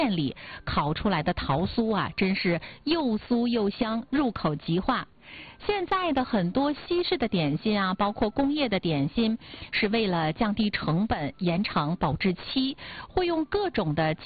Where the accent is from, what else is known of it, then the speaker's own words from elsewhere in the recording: Northeast China, China; 咱们东北人啊没有不知道萨其马的。